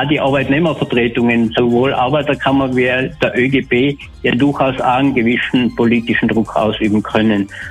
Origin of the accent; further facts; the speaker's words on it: Austria; weil diese Sachen sind bei uns in Österreich leider sehr schwammig formuliert